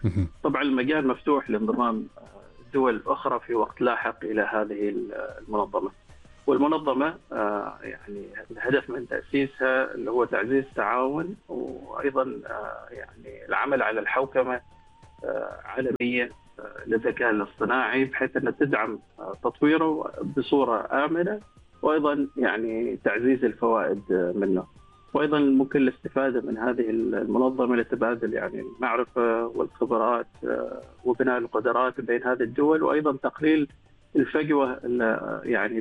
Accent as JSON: {"language": "Arabic", "country": "Oman", "said": "عندنا في سلطنة عمان"}